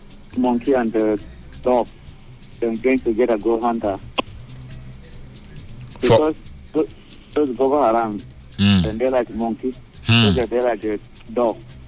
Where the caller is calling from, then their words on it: Nigeria; I come from Ujiriva.